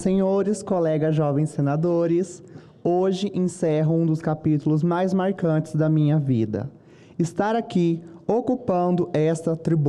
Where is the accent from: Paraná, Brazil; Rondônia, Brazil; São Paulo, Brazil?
Rondônia, Brazil; Saí da minha terra levando na bagagem a força, a garra e a diversidade do povo rondoniense.